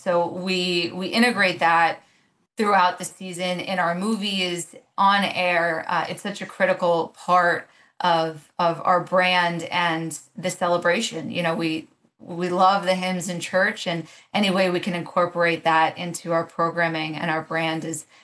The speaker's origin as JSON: {"language": "English", "country": "United States", "said": "as an American"}